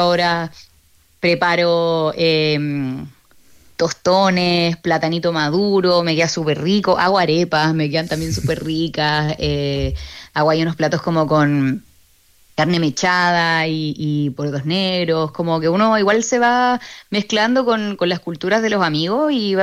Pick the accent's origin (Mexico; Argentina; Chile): Chile; La Serena, Coquimbo; Yo soy de La Serena, entonces uh-huh. O viajábamos a La Serena todos, nos encontramos allá, o los que estaban en La Serena viajaban a Santiago y nos encontramos allá.